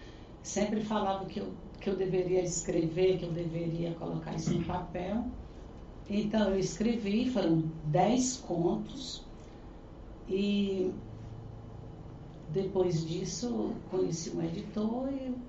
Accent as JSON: {"language": "Portuguese", "country": "Brazil", "tie": "born or raised there", "moved": "yes", "said": "Essas histórias nasceram das minhas vivências quando eu ainda morava no interior. Eu sou de Tapajé, eu morava na serra, no sítio São João"}